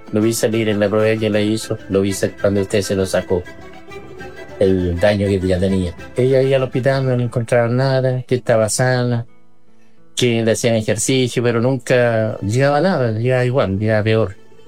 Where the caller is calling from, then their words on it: Yumbel, Biobío, Chile; a mí me quedaba más cerca a Los Ángeles, porque nosotros somos de Yumbel.